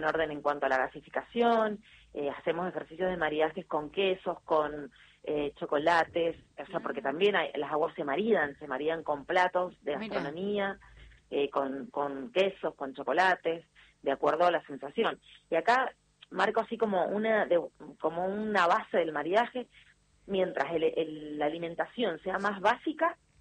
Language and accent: Spanish; Argentina; moved away; Somos dos argentinos.